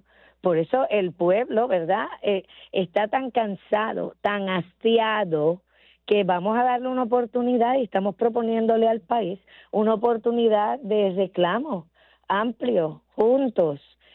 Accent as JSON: {"language": "Spanish", "country": "Puerto Rico"}